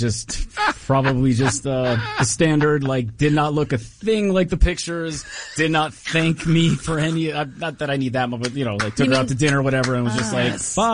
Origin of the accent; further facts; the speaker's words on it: Pennsylvania, United States; I'm from Pennsylvania, northeastern Pennsylvania.